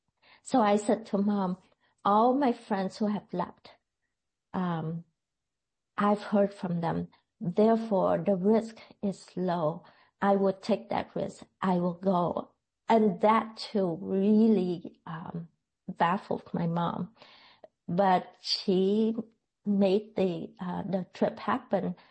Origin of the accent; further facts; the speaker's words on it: South Vietnam, Vietnam; moved away as an adult; growing up in the South.